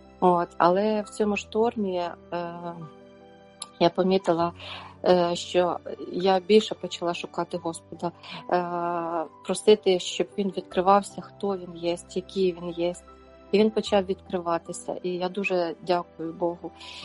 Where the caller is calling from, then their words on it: Norway; я з Норвегії.